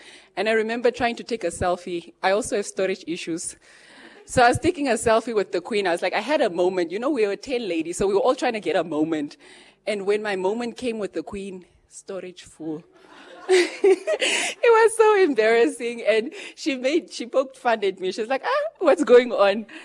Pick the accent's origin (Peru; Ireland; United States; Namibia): Namibia; although I come from the South.